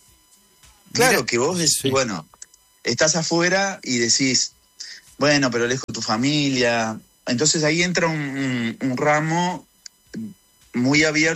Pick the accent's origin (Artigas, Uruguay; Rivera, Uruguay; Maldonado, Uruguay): Maldonado, Uruguay; now in Miami, United States; yo soy de Maldonado. Punta del Este es una cosa y donde yo vivía, Maldonado es otra.